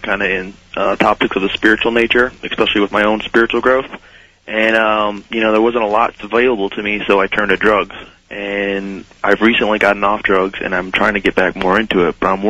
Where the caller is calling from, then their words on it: Chicago, Illinois, United States; I'm calling from Chicago.